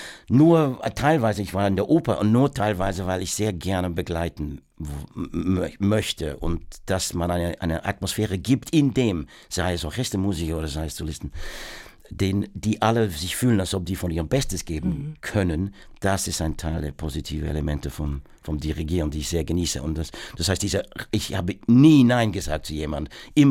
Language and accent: German; Worcester, West Midlands, United Kingdom; German is a second language; Keine Ahnung, ich bin natürlich in Worcester aufgewachsen. Das ist jemand, der Elgar war irgendwie, da ist der Geburtsort von ihm.